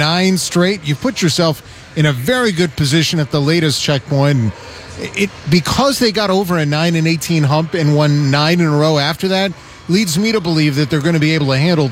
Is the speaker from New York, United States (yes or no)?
no; Houston, Texas, United States; from Houston.